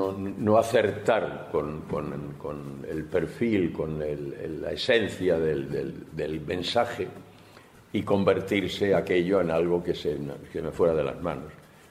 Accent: Chinchón, Community of Madrid, Spain; su bisabuela era de Valdelaguna, que es un pueblo cercano del mío, yo soy de Chinchón

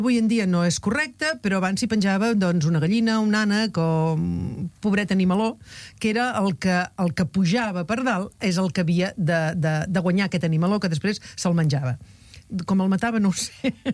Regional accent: Arenys de Mar, Catalonia, Spain; els que som d'Arenys

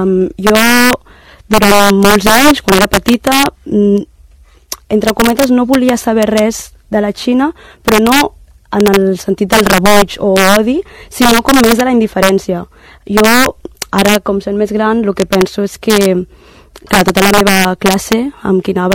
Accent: Tarragona, Catalonia, Spain; also born or lived in China; contestar que soc de Tarragona

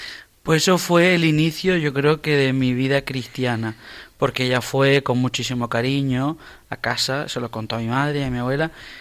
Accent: Canary Islands, Spain; la devoción a las fiestas también pues patronales de Lanzarote, o toda esa vida que se hacía en mi pueblo en aquellos años de promesa

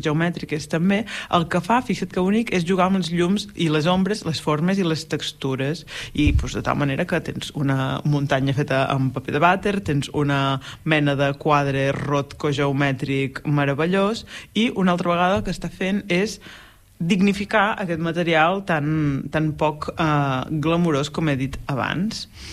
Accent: Blancafort, Catalonia, Spain; born or raised there

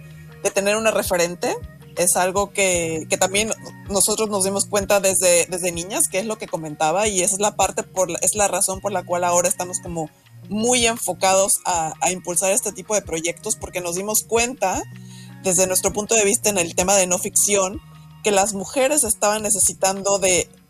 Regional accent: Mexico; moved away as an adult; now in Barcelona, Spain; yo soy mexicana, llevo 16 años aquí en Barcelona

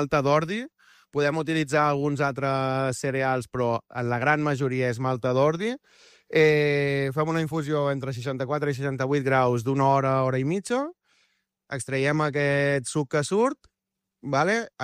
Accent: Arenys de Mar, Catalonia, Spain; Arenys de Mar, sempre. Capital de l'Almaresma.

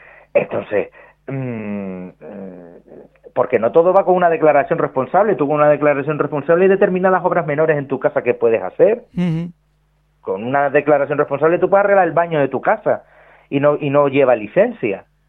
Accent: Canary Islands, Spain; con el desfase total que tenemos en Canarias

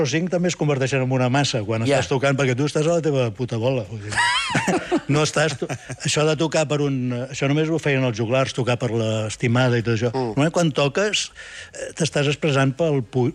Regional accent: Barcelona, Catalonia, Spain; moved away as an adult; now in Vic, Spain; Sí, soc nascut a Vic. Nascut a Vic. Criat a Barcelona i retornat a Vic.

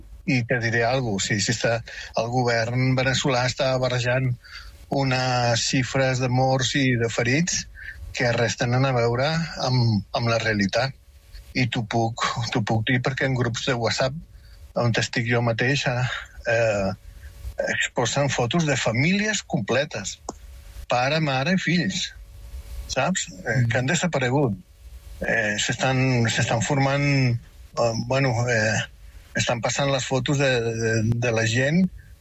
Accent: Catalonia, Spain; born there; accent: South American; also born or lived in Venezuela; jo m'estimo molt Catalunya, és la meva terra, és on vaig néixer, i m'estimo moltíssim Venezuela perquè és la terra que m'ho ha donat tot.

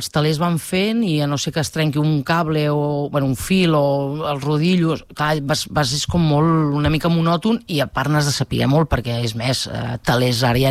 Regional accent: Manresa, Catalonia, Spain; moved away as an adult; also born or lived in Barcelona / Terrassa; now in Molins de Rei, Spain; Jo sóc nascuda a Manresa, el 29 d'abril del 81, i vaig estar vivint a Manresa fins quasi els 29 anys

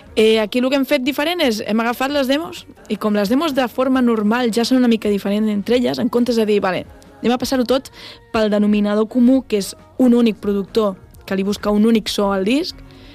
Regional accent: Catalonia, Spain; moved away as an adult; now in Llagostera, Spain; jo també em considero d'aquí

